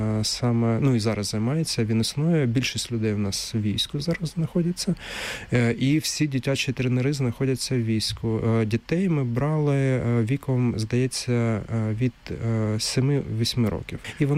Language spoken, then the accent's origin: Ukrainian; Kharkiv, Kharkiv Oblast, Ukraine; born or raised there